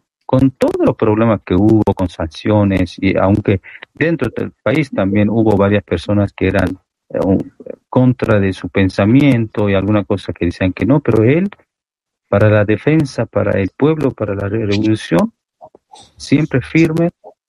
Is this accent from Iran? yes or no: yes; Iran; decimos que somos de Irán